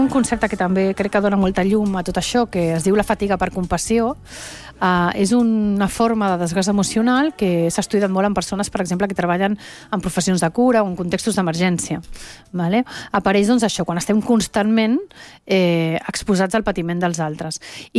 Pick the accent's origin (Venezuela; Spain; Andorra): Venezuela; moved away